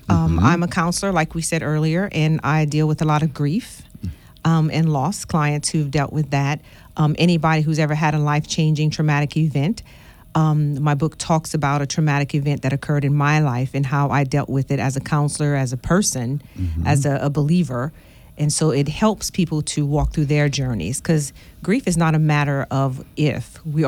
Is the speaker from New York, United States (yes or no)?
no; Cecilia, Louisiana, United States; My parents, we grew up in Cecilia Brobridge area.